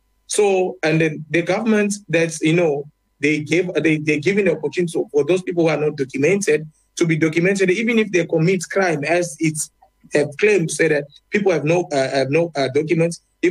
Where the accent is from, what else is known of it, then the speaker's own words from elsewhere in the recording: DR Congo; especially I'm from Congo, from DRC.